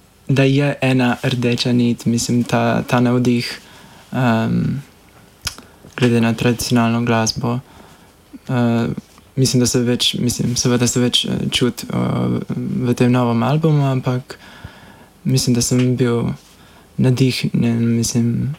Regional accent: Banja Luka, Republika Srpska, Bosnia & Herzegovina; also born or lived in Belgrade; now in Ljubljana, Slovenia; Ja, tako živim v Ljubljani, tukaj študiram, pač iz Banjaluke sem.

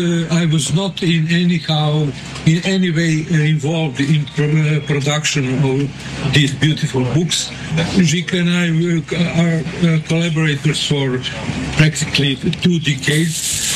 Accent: Zemun, Central Serbia, Serbia; also born or lived in Belgrade; I was born in Belgrade, but I grew up in Zemun, who is perfect embodiment of the provincial town, quite with the Austro-Hungarian atmosphere, which was totally different than that big Belgrade who was just across the river.

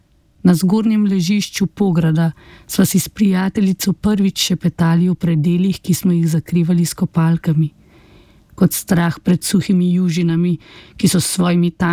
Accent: Upper Carniola, Slovenia; Ampak mi, ko smo bili otroci, jaz sem iz Gorenjske, smo hodili v Lesce

